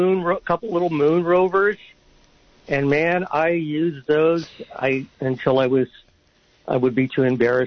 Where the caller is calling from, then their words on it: Santa Cruz, California, United States; calling from Santa Cruz.